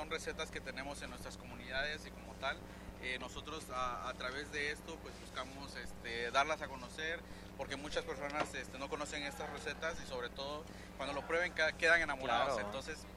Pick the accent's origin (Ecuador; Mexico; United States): Mexico; Tabasco; Somos originarios de la comunidad de Bolomits, yo soy originario de Bolomits, de Huaytalpa